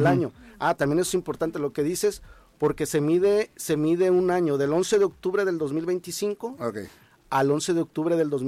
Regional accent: Colima, Mexico; Yo así lo hacía en mi niñez, yo vivía en el Diezmo

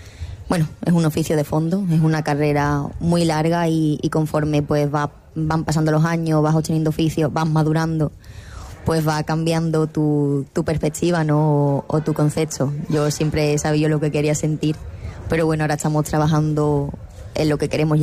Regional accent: Los Barrios, Andalusia, Spain; Soy una novillera y una futura matadora de toros de los barrios.

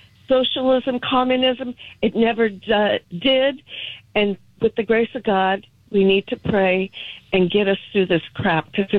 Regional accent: Los Angeles, California, United States; I was born in East LA, I grew up in Central

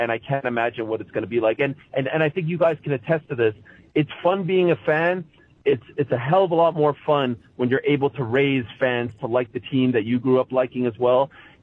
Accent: Montreal, Quebec, Canada; The Montreal Expos, I'm from Montreal, they leave town.

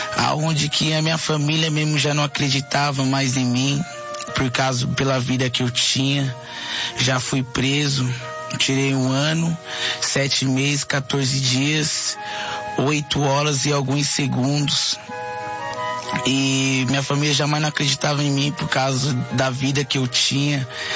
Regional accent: Osasco, São Paulo, Brazil; sou de São Paulo, Osasco, Padroeira 2.

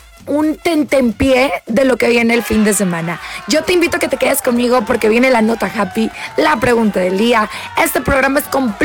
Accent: Mexico; más para los que somos mexicanos

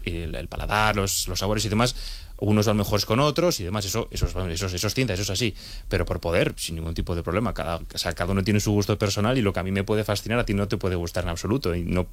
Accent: Labastida, Basque Country, Spain; mi pueblo es una zona que vive el 90% de los ingresos son del vino. Entonces hay como más cultura, más relación con el vino, y sí que yo igual hablo desde una burbujita, ¿no? De Rioja Alavesa o La Bastida

